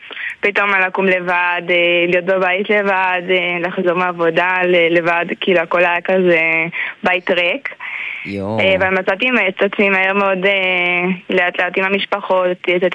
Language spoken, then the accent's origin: Hebrew; Beersheba, Southern District, Israel; אנחנו שתינו מבאר שבע